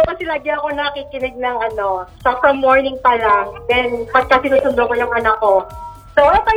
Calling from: Taguig, Metro Manila, Philippines; from Taguig.

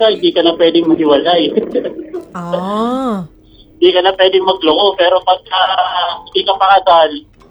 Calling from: Marikina, Metro Manila, Philippines; taga San Roque, Marikina.

